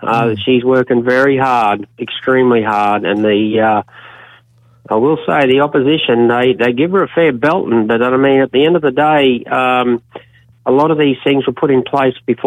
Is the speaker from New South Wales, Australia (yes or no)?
no; Kalapa, Queensland, Australia; born there; I went to Calapa State Primary.